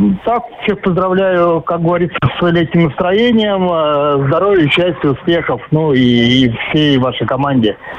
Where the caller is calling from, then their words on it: Bor, Nizhny Novgorod Oblast, Russia; Город Бор, Нижегородская область.